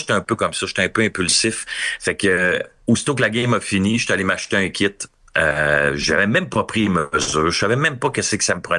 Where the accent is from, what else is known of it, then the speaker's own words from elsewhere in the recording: Quebec City, Quebec, Canada; Puis moi j'étais tellement content, j'étais un gars de Québec, fait que j'étais partisan des Nordiques